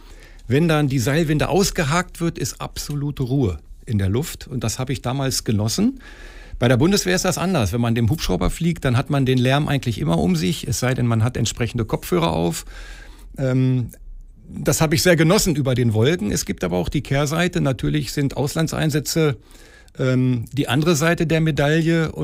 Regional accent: Hamelin, Lower Saxony, Germany; ich bin in Hameln geboren, auch in Hameln groß geworden. Ich habe die Stadt lieben gelernt

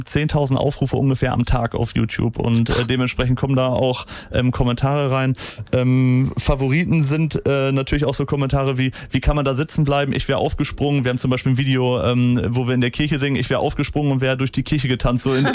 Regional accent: Surwold, Lower Saxony, Germany; wir sind ein Chor, wir kommen aus Suhrwold irgendwie und ja, es ist ein Dorf mit 4.000, 5.000 Einwohnern

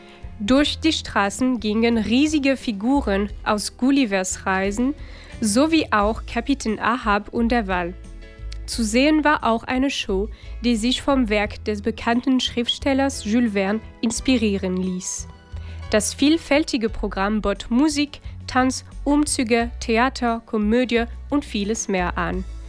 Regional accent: Brittany, France; born or raised there

